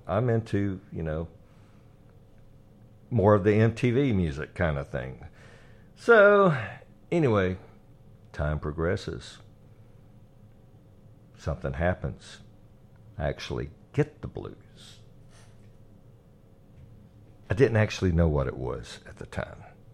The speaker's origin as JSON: {"language": "English", "town": "Parkin", "region": "Arkansas", "country": "United States", "tie": "born or raised there", "said": "I'm from Parkin, Arkansas, okay?"}